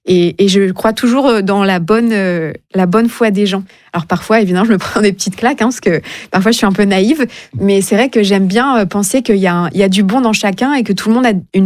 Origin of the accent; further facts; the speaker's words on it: Réunion, France; Évidemment, je suis française, mais j'ai grandi aussi à La Réunion. Donc, j'ai grandi dans une île, dans un dom-tom.